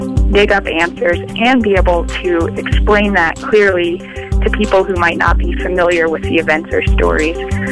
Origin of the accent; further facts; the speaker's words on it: Bighorn, Wyoming, United States; I'm from Bighorn, Wyoming.